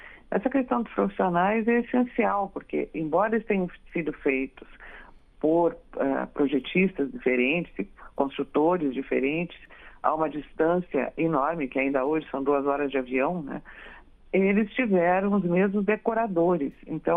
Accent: Rio Grande do Sul, Brazil; born there; now in North Region, Brazil; eu sou sulista, né? Eu sou nascida no Rio Grande do Sul. Eu moro aqui no Norte há 50 anos, mas eu sou sulista.

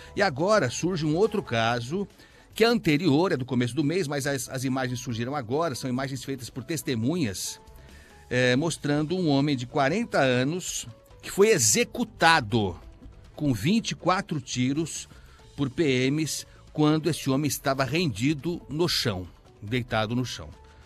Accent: São Paulo, Brazil; Infelizmente, eu estou falando aqui como paulistano, que paga, inclusive, para essa Polícia Militar

